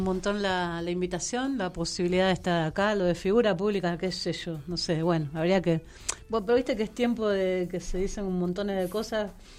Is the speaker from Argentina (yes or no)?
yes; Argentina